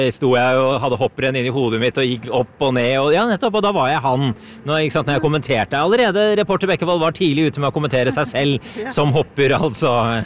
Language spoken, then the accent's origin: Norwegian; Lillehammer, Innlandet, Norway; Jeg er fra Lillehammer, så dette her ble jo litt nært.